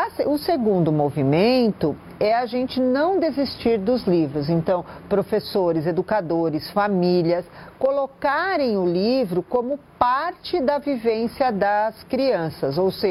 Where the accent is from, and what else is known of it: Brazil